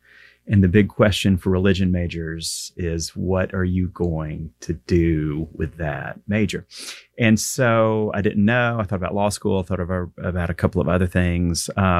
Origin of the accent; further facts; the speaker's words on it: Guntersville, Alabama, United States; a little bitty United Methodist church in Guntersville, Alabama, my hometown.